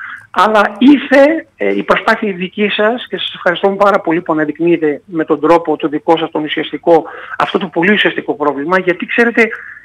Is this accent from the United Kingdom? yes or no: no; Istanbul, Turkey; Έχω γεννηθεί Κωνσταντινούπολη, είμαι από εκεί, οπότε είναι η πατρίδα μου